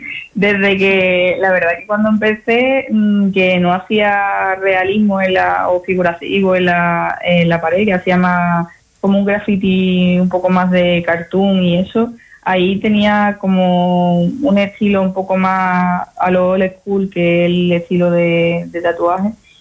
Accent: Almonte, Andalusia, Spain; traer a mi pueblo pues la, la cultura hip hop

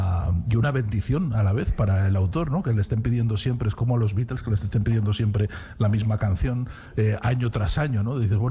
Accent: Aragon, Spain; also born or lived in Madrid; Aragonés, nacido en Madrid, claro, es lo que soy.

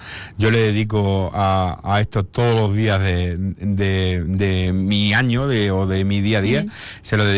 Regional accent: Extremadura, Spain; como es una persona tan cercana, tan humilde, claro, que es como somos los extremeños

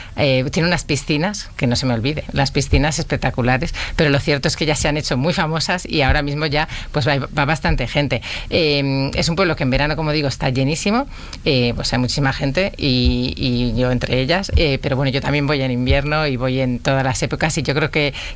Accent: Burgos, Castile and León, Spain; born there; Realmente yo nací en Burgos, pero desde pequeñita, desde que nací, incluso mi familia veraneaba allí antes de que yo naciera

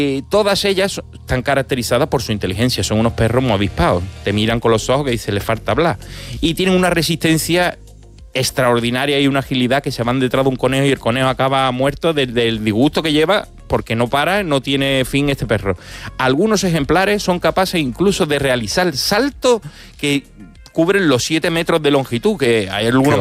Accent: Cádiz, Andalusia, Spain; Como yo soy gaditano, suena igual.

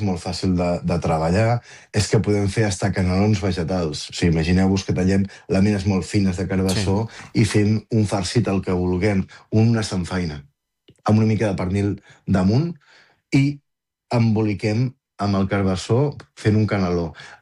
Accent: Catalonia, Spain; born or raised there

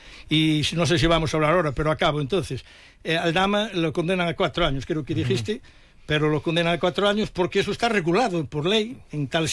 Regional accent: Spain; en España somos el país de Rinconete y Cortadillo

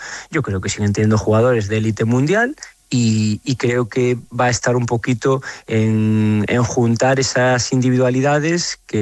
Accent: Galicia, Spain; no voy a responder con una pregunta como buen gallego

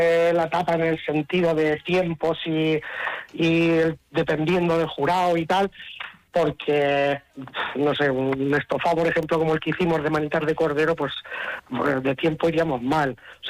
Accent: Albacete, Castilla-La Mancha, Spain; yo soy de Albacete y conozco Albacete

